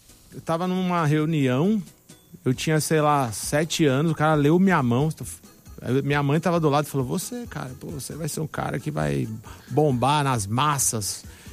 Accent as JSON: {"language": "Portuguese", "town": "Campo Grande", "region": "Mato Grosso do Sul", "country": "Brazil", "tie": "born there", "also_born_or_lived": "Brasília / Porto Alegre / Argentina / Rio de Janeiro", "said": "É, então aí eu nasci em Campo Grande, né? No Mato Grosso do Sul. Aí eu morei em Brasília, morei aqui em Porto Alegre, morei na Argentina, morei no Rio."}